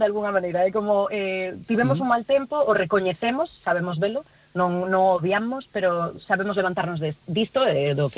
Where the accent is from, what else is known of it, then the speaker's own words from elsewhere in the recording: Galicia, Spain; A xente que somos daqui de Galicia sabemos que esos son paraxes galegos